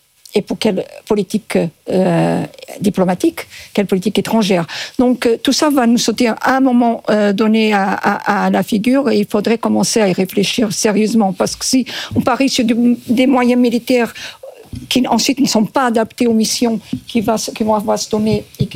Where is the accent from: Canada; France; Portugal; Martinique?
Portugal; Moi, je suis portugaise à 100%.